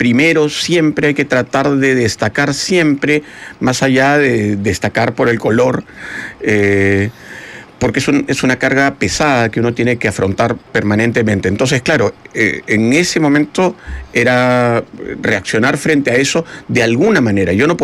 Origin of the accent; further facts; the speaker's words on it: Lima, Peru; Yo no nací pobre, no provengo de regiones. Yo nací en Lima. Mis padres me pagaron un colegio particular. Después estudié en la Universidad Católica. Tengo privilegios.